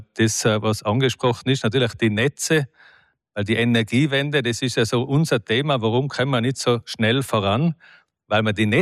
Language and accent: German; Tyrol, Austria; Ich komme aus dem Zillertal. Das Wasser im Zillertal gehört auch nicht dem Zillertal